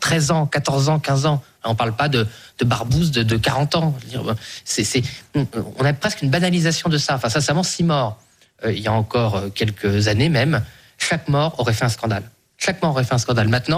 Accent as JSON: {"language": "French", "region": "Brittany", "country": "France", "said": "Mais il se trouve que je suis breton, si vous voulez."}